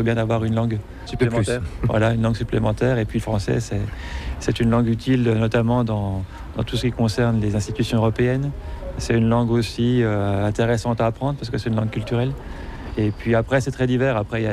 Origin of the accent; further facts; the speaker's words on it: France; Oui, je suis français, oui, bonjour.